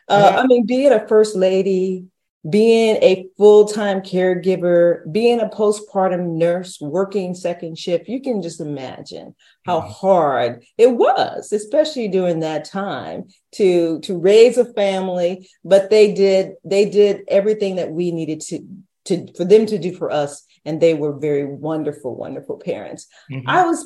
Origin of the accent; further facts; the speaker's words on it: San Antonio, Texas, United States; born there; I was born in San Antonio, Texas. My father was a Baptist pastor for 50 years, and my mother was a postpartum nurse. And they had four children. I'm the second of four.